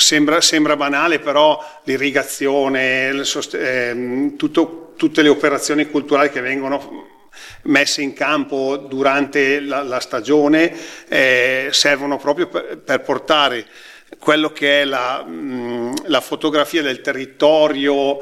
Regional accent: Trigolo, Lombardy, Italy; Io vengo da Trigolo, zona dove comunque l'irrigazione antica a scorrimento è quella più famosa.

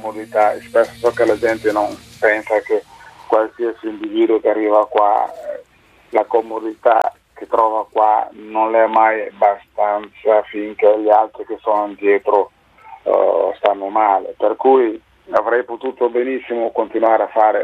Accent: Guinea; Italian is a second language; moved away; mi ha portato ad essere persona non grata nel mio paese, sì, in Guinea, sì.

